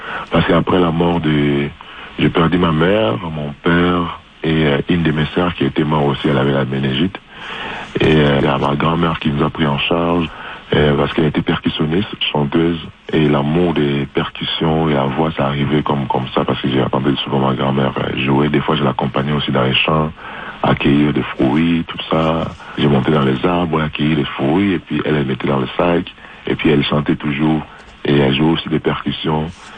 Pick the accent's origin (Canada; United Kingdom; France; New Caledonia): Canada; surtout parce que j'habite au Canada, je suis canadien.